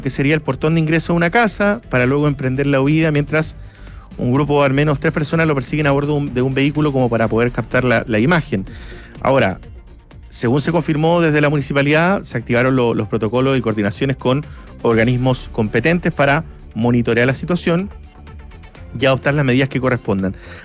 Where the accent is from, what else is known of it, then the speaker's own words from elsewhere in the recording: Magallanes, Chile; yo vengo de la región de Magallanes y allá los avistamientos de pumas son bastante seguidos